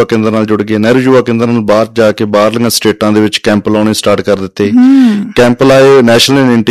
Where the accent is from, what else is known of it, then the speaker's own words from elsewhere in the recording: Harraipur, Punjab, India; now in Bathinda, India; ਮੇਰਾ ਪਿੰਡ ਹਰਰਾਏਪੁਰ ਹੈ ਜੀ, 3 ਕੋਣੀ, ਇੱਥੋਂ ਬਠਿੰਡਾ ਤੋਂ 18 ਕਿਲੋਮੀਟਰ ਦੂਰ ਆ। 7ਵੇਂ ਪਾਤਸ਼ਾਹ ਸਾਹਿਬ ਸ੍ਰੀ ਗੁਰੂ ਹਰਰਾਏ ਸਾਹਿਬ ਦੀ ਵਰਸੋਈ ਹੋਈ ਧਰਤੀ ਹੈ ਜੀ, ਇਤਿਹਾਸਕ ਪਿੰਡ ਹੈ